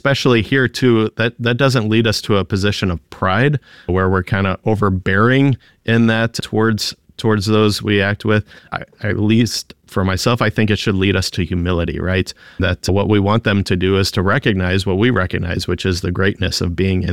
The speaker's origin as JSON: {"language": "English", "country": "United States", "said": "as being an American there."}